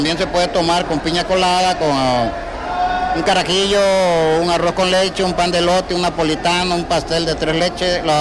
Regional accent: Comalcalco, Tabasco, Mexico; nosotros venimos del municipio de Comalcalco

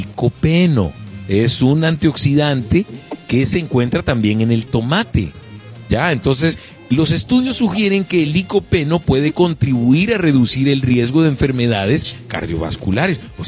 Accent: El Salvador

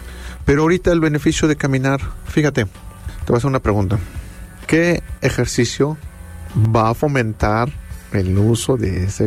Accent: Mexico City, Mexico; Y bueno, yo soy de la Ciudad de México, allá el tráfico está un poquito más pesado.

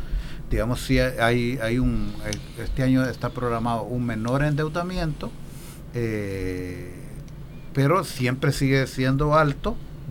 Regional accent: Honduras; como los hondureños somos nobles en el pago de impuestos

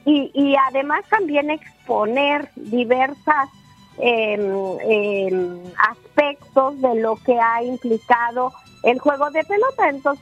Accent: Mexico

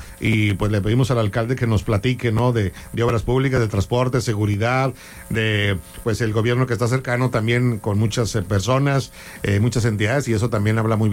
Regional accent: Apodaca, Nuevo León, Mexico; Orgullosamente soy del municipio de Apodaca

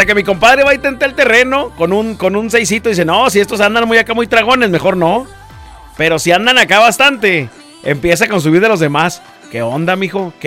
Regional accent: Gómez Palacio, Durango, Mexico; now in Chihuahua, Mexico; Soy originario de Gómez Palacio, Durango, pero estoy en este bello estado que se llama Chihuahua por trabajo.

